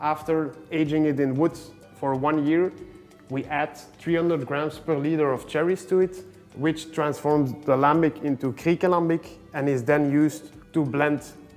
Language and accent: English; Brussels, Brussels-Capital Region, Belgium; I'm born and raised in Brussels.